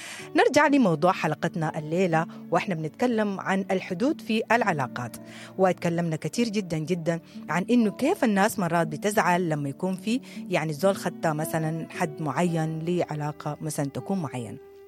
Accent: Sudan; إحنا كسودانيين

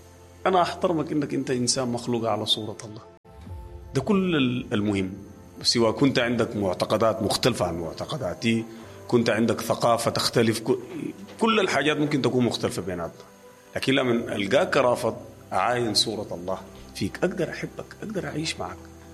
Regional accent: Sudan; أنا كإنسان سوداني

